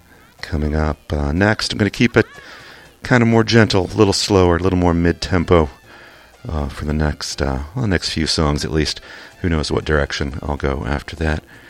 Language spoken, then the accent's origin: English; England, United Kingdom; also born or lived in Kentucky, United States; You can't tell from my accent, but I did grow up in England before living various other places, and after learning to speak in Kentucky, that's why this is what you hear.